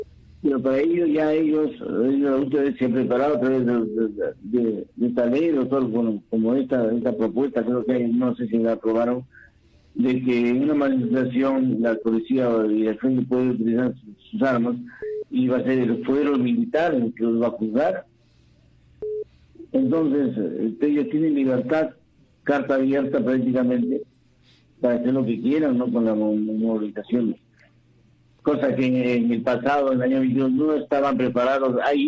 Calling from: Peru

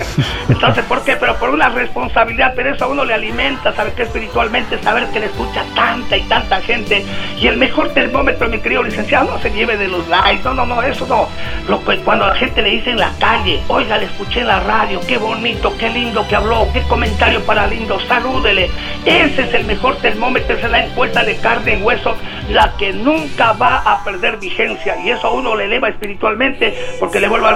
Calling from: Ecuador; como ecuatorianos

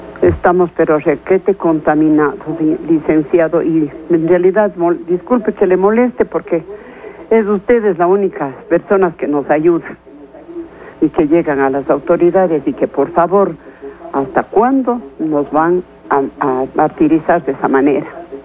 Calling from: Ecuador; Le estoy llamando desde la ciudad de La Calderón

